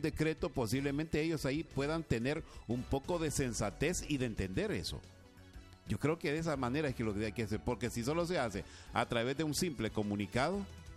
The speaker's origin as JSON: {"language": "Spanish", "country": "Honduras"}